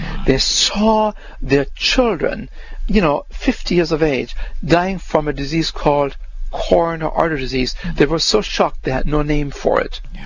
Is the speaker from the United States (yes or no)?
no; Germany; You know, we had nothing when I grew up in Germany after the war. We had nothing.